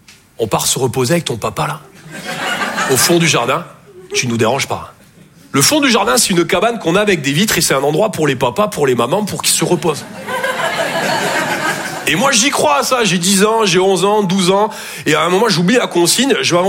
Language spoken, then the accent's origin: French; Toulouse, Occitanie, France; Je viens de Toulouse à la base. Ouais, ça s'entend un peu. Ouais. Bah, mon accent